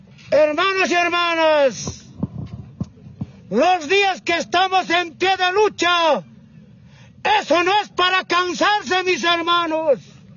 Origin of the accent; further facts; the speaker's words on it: Bolivia; los verdaderos bolivianos que estamos en pie de lucha